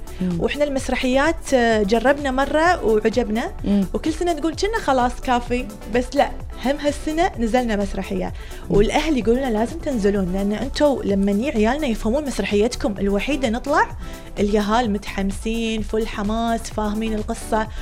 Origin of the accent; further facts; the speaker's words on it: Kuwait; احنا عائله كويتيه يعني كأي عائلة كويتية